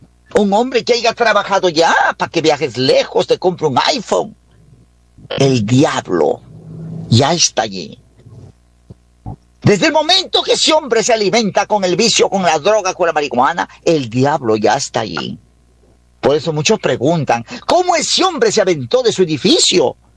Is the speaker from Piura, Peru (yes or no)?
yes; Huancabamba Province, Piura, Peru; now in Tarapoto, Peru; Vengo de la provincia de Huancabamba, siervo, sí, de la provincia de Huancabamba.